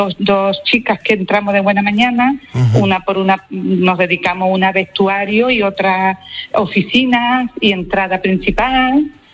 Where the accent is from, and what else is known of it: Tarifa, Andalusia, Spain